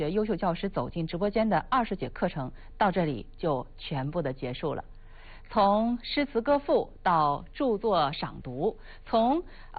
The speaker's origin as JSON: {"language": "Chinese", "country": "China"}